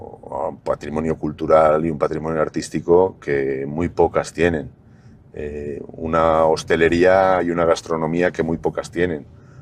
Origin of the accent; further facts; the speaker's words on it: Mexico; now in León, Spain; Cuando nos vinimos de México, ¿sí? Mi primera casa fue ahí.